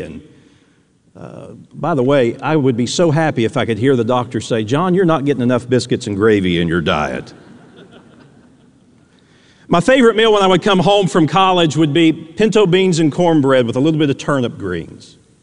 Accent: Tennessee, United States; I was raised in East Tennessee.

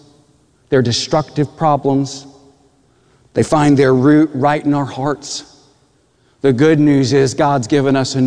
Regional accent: Texas, United States; Now, I grew up in West Texas, and everyone there has a distinct accent. I have never thought that my accent is that pronounced.

